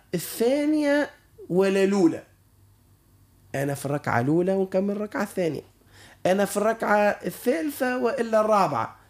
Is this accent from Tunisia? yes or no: yes; Tunisia; لها وهنيئا لنا كتونسيين.